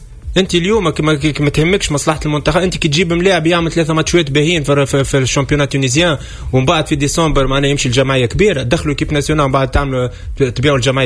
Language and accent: Arabic; Tunisia; في اسم بلادنا تونس